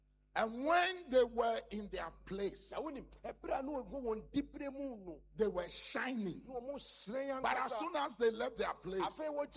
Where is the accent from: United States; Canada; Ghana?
Ghana; Me, I'm from Ghana. I brought him here.